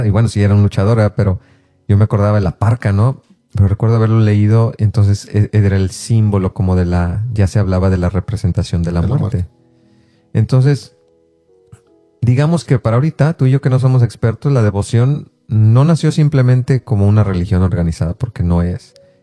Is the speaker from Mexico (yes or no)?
yes; Mexico